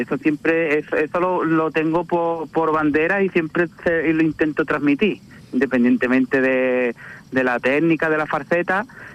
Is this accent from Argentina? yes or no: no; Jerez de la Frontera, Andalusia, Spain; me siento muy querido en mi tierra